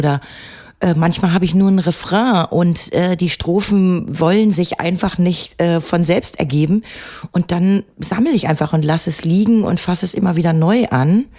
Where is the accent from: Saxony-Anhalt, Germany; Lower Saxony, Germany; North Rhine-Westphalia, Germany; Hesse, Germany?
North Rhine-Westphalia, Germany; Bad Salzuflen; nur mit Hilfe von so ein paar anderen Musikern aus Ostwestfalen, aus Bad Salzuflen, wo ich herkomme, hatten wir in der Mitte der 80er ein Label